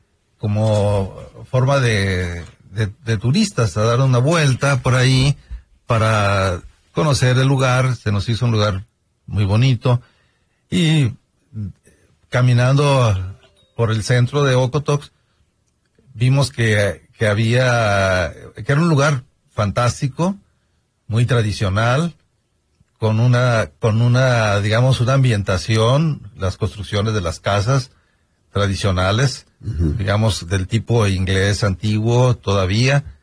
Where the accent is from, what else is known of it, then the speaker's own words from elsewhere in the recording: Uruapan, Michoacán, Mexico; now in Guadalajara, Mexico; De Michoacán, sí, de Uruapan, Michoacán, y actualmente vivimos en Guadalajara.